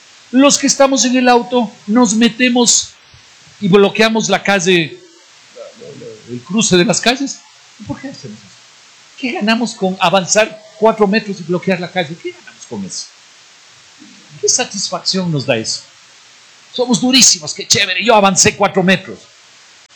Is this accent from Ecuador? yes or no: yes; Ecuador; los ecuatorianos